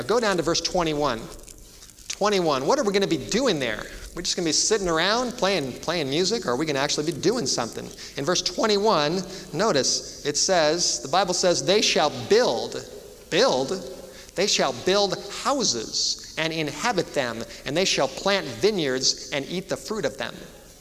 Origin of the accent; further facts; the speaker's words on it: Los Angeles, California, United States; I grew up in the Hollywood Hills and I never had a garden until I moved to North Dakota